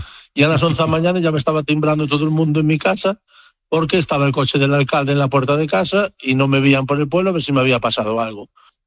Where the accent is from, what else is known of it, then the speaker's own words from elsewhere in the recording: Galicia, Spain; also born or lived in Barcelona; yo nací en Barcelona, pero ya de pequeñito me vine para Galicia